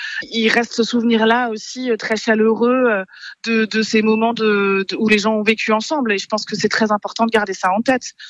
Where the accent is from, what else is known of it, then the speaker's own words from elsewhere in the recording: Kolbsheim, Grand Est, France; moi je suis originaire de Kolbsheim, ce petit village